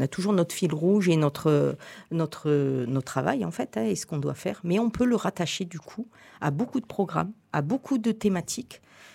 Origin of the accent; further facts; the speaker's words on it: Marignane, Provence-Alpes-Côte d'Azur, France; je suis de Marseille, enfin de Marignane plus exactement. Donc, j'ai toujours été près de la mer.